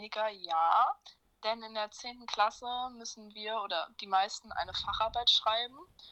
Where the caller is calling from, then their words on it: Rostock district, Mecklenburg-Vorpommern, Germany; Also ich wohne tatsächlich auch im Landkreis Rostock.